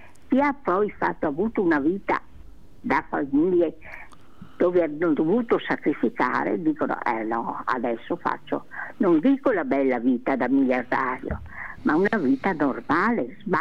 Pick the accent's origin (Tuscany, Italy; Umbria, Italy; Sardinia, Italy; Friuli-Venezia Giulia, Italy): Friuli-Venezia Giulia, Italy; Trieste; born there; amo anche i nordici perché sono nata a Trieste